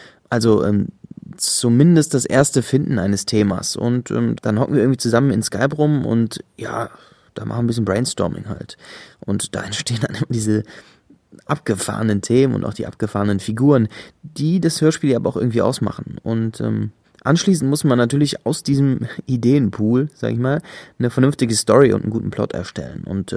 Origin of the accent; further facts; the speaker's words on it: Leverkusen, North Rhine-Westphalia, Germany; now in Bochum, Germany; bin 25 Jahre alt und komme gebürtig aus Leverkusen, wohne zurzeit aber in Bochum